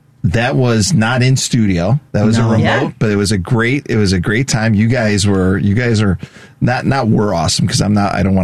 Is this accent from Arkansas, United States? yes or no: no; Lockport, Illinois, United States; also born or lived in Joliet, Illinois; the town I grew up in, Lockport, Illinois. You know, which is a suburb of Joliet.